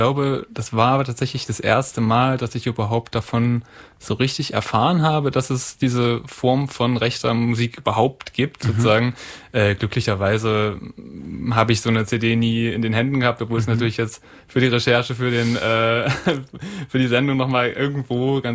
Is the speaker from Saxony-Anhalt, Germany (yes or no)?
yes; Saxony-Anhalt, Germany; ich komme aus der Nähe von Halle und da gibt's viele Dorffeste